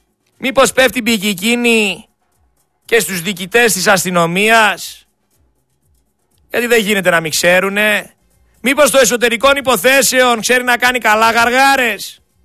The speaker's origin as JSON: {"language": "Greek", "country": "Greece", "said": "Είμαι ένας Έλληνας πολίτης πέρα από ραδιοφωνικός παραγωγός."}